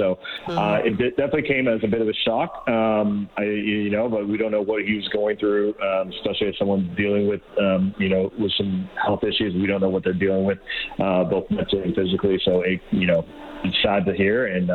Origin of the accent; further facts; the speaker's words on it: Canada; as a Canadian growing up and being schooled on Terry Fox, I knew everything I knew about Terry.